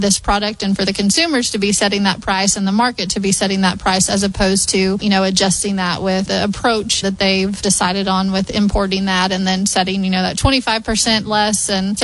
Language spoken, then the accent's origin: English; United States; we're very proud as American beef producers